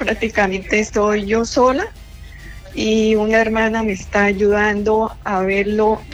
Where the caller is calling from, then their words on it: Girón, Santander, Colombia; Yo vivo en El Carrizal.